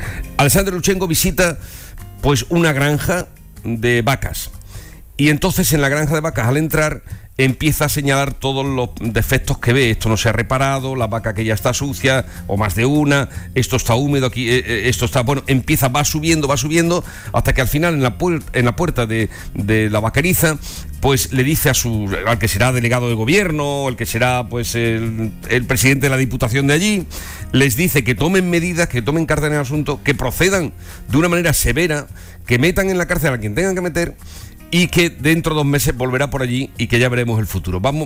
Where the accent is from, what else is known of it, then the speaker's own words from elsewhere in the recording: Andalusia, Spain; moved away; allí por mi tierra, en Los Pedroches.